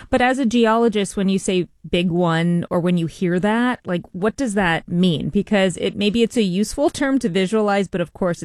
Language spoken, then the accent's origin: English; California, United States; I'm from Southern California, so I have.